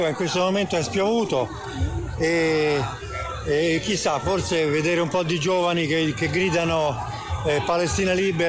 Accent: Rome, Lazio, Italy; Al Tufello, Roma Tufello.

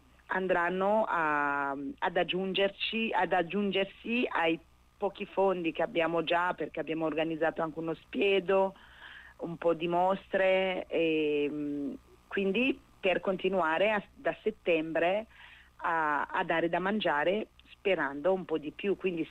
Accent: Brescia, Lombardy, Italy; also born or lived in Burundi; io sono di Brescia, sono di origine burundese ma vivo a Brescia da sempre, da quando ero giovane

